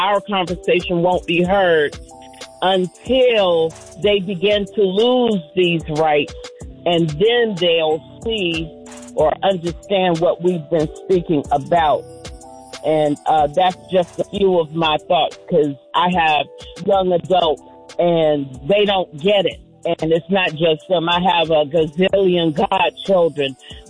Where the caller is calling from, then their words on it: Douglasville, Georgia, United States; from Douglasville.